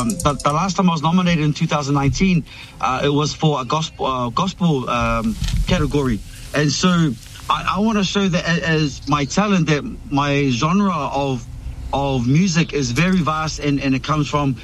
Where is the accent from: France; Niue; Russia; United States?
Niue; And so growing up in Niue in the 90s, I went back to Niue when I was 12 with Nana Rosa.